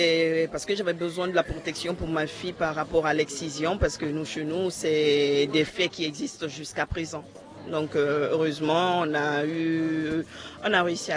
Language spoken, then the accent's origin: French; Guinea; now in France; De la Guinée. Guinée qu'on a crié, les gens le disent, bien sûr.